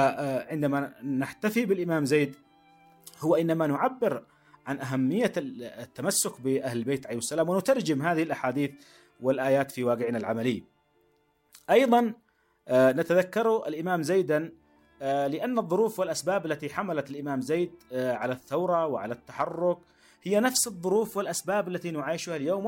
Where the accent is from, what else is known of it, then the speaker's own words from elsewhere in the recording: Yemen; نحن نرى اليوم من خلال مظلوميتنا وما نعانيه كيمنيين